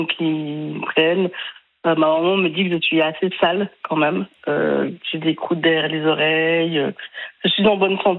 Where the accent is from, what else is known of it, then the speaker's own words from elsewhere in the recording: Switzerland; also born or lived in Sri Lanka; now in France; Je suis suisse, j'ai déménagé il y a 11 ans et demi à peu près en Île-de-France.